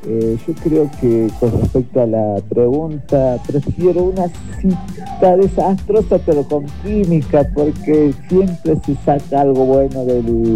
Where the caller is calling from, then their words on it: Villazón, Potosí, Bolivia; desde Villazón.